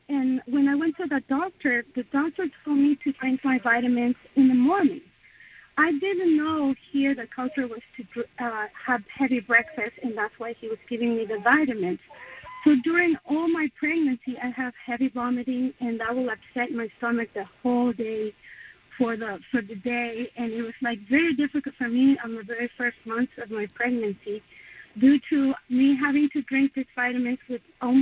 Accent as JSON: {"language": "English", "country": "Argentina", "moved": "as an adult", "said": "I immigrated from Argentina in the early 2000s, and I had the situation that as soon as I got here, after 2 months, I got pregnant. And in Argentina, we do have very light breakfast."}